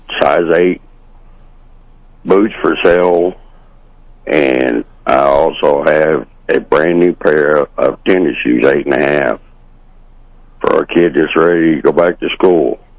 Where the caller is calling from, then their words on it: Marshall, Missouri, United States; Marshall.